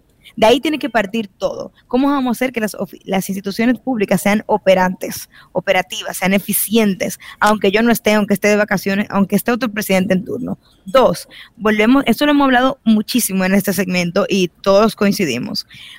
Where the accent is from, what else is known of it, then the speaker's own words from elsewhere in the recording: Dominican Republic; como hija, porque todavía no tengo hijos, y también como ciudadana dominicana